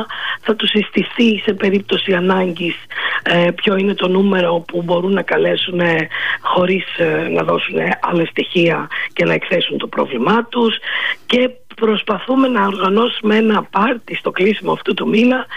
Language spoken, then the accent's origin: Greek; Alexandroupoli, Eastern Macedonia and Thrace, Greece; να μιλήσω για την πόλη μου